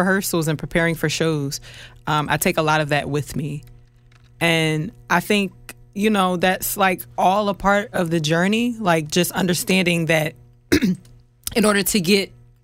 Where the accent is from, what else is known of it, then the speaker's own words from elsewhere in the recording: Philadelphia, Pennsylvania, United States; because we are from Philadelphia